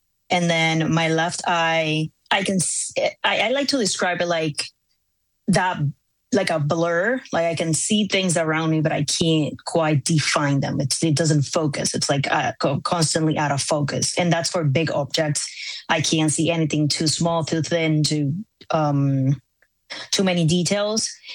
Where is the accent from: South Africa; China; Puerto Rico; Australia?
Puerto Rico; moved away as an adult; now in Massachusetts, United States; I was born here in Massachusetts, but in a couple of months after I was born, I went back to Puerto Rico and didn't come back to the U.S. to live.